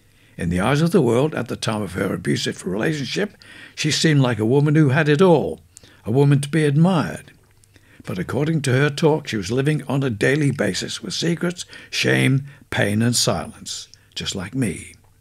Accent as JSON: {"language": "English", "town": "Leeds", "region": "Yorkshire and the Humber", "country": "United Kingdom", "tie": "born or raised there", "said": "On the street where I grew up in Hyde Park, Leeds, there was a women's refuge."}